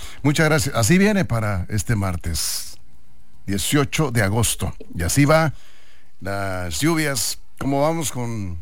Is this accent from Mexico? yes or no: yes; Juan José Ríos, Sinaloa, Mexico; Se me estaba pasando mi tierra, chido, qué barro. Juan José Ríos, perdón, paisanos.